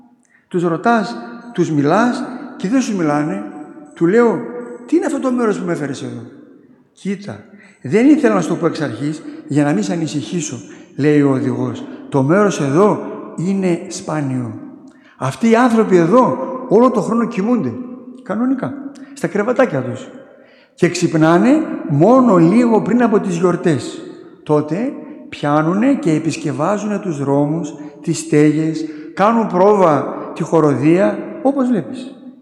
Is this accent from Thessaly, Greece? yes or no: no; Thessaloniki, Central Macedonia, Greece; εγώ Θεσσαλονίκη είμαι